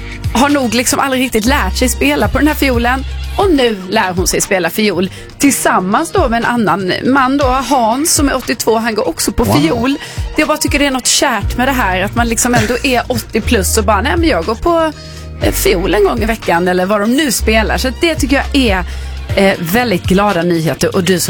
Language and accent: Swedish; Lund, Skåne, Sweden; när jag var liten i Lund